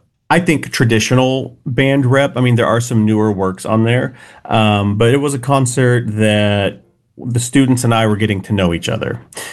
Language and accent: English; Sapulpa, Oklahoma, United States; he is from Oklahoma originally and grew up in the same hometown where I grew up in Sepulpa, Oklahoma.